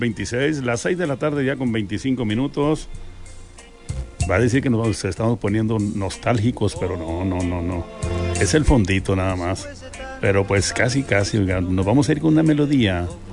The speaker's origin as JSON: {"language": "Spanish", "town": "Múzquiz", "region": "Coahuila", "country": "Mexico", "tie": "born or raised there", "said": "esta melodía me hace recordar mi pueblito. Mi pueblito, Musquis, Coahuila."}